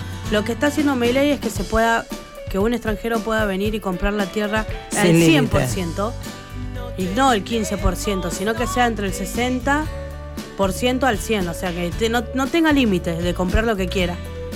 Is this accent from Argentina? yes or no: yes; Argentina; nosotros somos argentinos